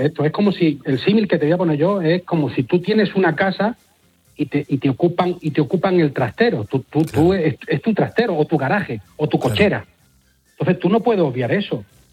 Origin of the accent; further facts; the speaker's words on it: Melilla, Spain; Yo a mi hijo no lo dejaría, yo soy de Melilla, ¿eh?